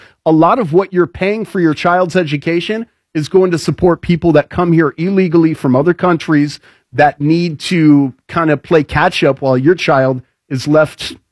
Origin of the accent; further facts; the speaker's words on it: California, United States; I grew up in a very diverse culture, Southern California, and half of our school was Spanish speaking, right?